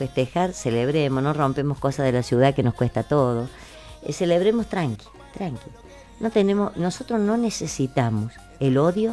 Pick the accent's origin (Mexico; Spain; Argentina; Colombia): Argentina; soy exitista como todos los argentinos, quiero que gane. Pero no me voy a morir sino... Voy a seguir viviendo y voy a seguir siendo más argentina que nunca.